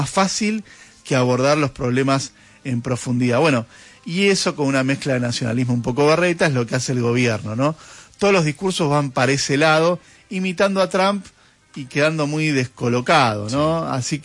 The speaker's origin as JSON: {"language": "Spanish", "country": "Argentina", "said": "no es no mirar los problemas que realmente tenemos y que arrastramos como argentinos"}